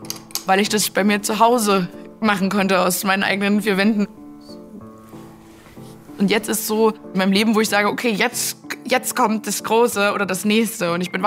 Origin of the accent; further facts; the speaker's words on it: Leipzig, Saxony, Germany; weil ich komme aus Leipzig und hier gibt's auch eine Comedy-Szene, aber die sind ein bisschen kleiner.